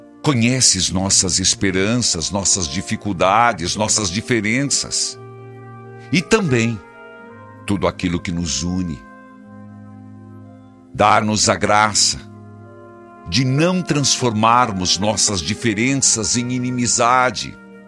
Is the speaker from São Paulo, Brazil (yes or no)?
no; Paraná, Brazil; Ubiratã, meu abraço a todo o estado do Paraná. Sou paranaense com muito orgulho.